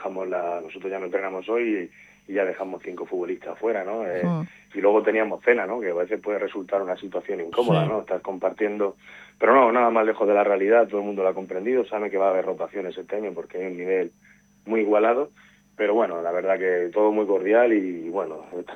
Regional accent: Valencian Community, Spain; Porque a veces somos mucho sí, de la Vega Baja, sí, pero también nos matamos más entre nosotros

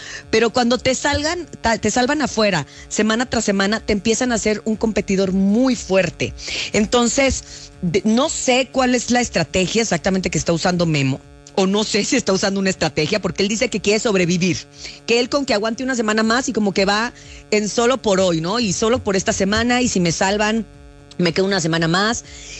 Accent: Los Mochis, Sinaloa, Mexico; Soy originaria de Los Mochis, Sinaloa, tierra de grandes, grandes peloteros, orgullosamente lo digo, y crecí viendo este deporte

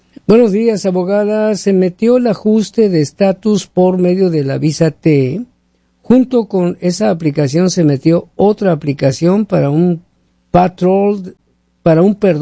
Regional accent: Ecuador; Mañana tengo corte por medio de asilo. Es mi primera corte. ¿Qué sabe la abogada? Están deportando, soy del Ecuador.

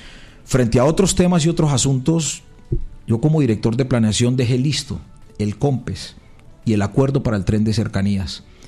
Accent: Cali, Valle del Cauca, Colombia; somos caleños, somos una cultura de alegría, somos una cultura amable, somos gente buena.

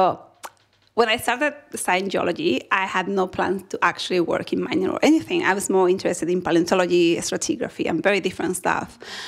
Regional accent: Chile; now in Tasmania, Australia; growing up in Chile, so I'm half Chilean, half Argentinian, so I was always flying around the Andes.

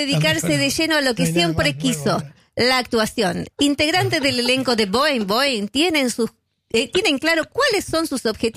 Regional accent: La Plata, Buenos Aires Province, Argentina; Tuve algunos programitas en la ciudad de La Plata, de donde yo soy.

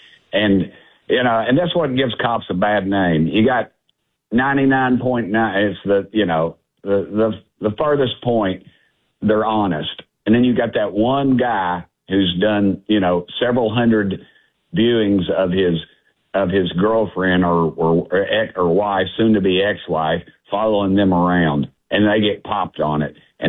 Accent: Knoxville, Tennessee, United States; It's like growing up in West Knoxville where I grew up in when I was a kid, nobody worried about your kid walking home from the store, or walking home from school.

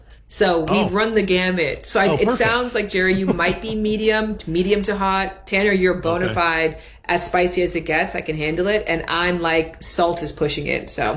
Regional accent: Canada; now in United States; as a Canadian who now lives in America

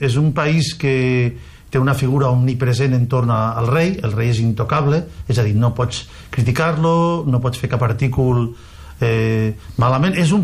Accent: Vinaròs, Valencian Community, Spain; born there; aunque vaig néixer a Vinaròs i me sento profundament vinarossenc, pues estic poc temps aquí.

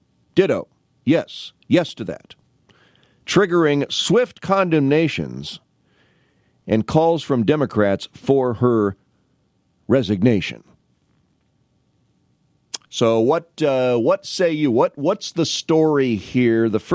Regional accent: the South, United States; I grew up in the South. I know what these racist dog whistles mean.

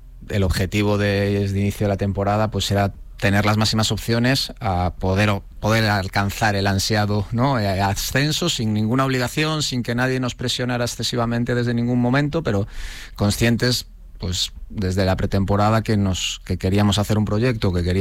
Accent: A Coruña, Galicia, Spain; yo soy de Coruña y gran parte del cuerpo técnico somos de Coruña

